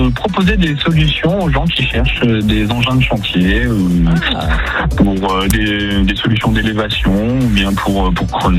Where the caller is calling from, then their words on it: Cognac, Nouvelle-Aquitaine, France; J'habite à Cognac, ouais. Là, je suis à côté de Saintes actuellement, mais j'habite à Cognac.